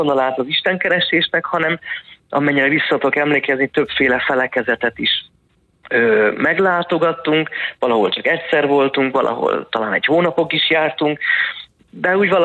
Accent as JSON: {"language": "Hungarian", "region": "Budapest", "country": "Hungary", "tie": "born there", "also_born_or_lived": "Szolnok, Hungary"}